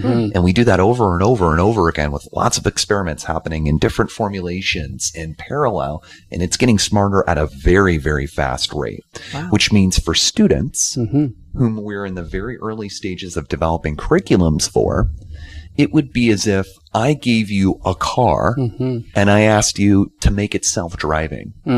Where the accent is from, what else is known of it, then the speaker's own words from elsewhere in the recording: Evansville, Indiana, United States; growing up in Evansville, Indiana